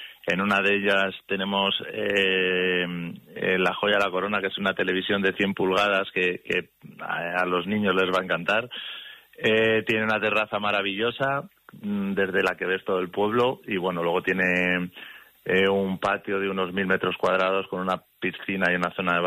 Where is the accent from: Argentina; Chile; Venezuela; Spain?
Spain; Yebra, Castilla-La Mancha; soy un enamorado de mi pueblo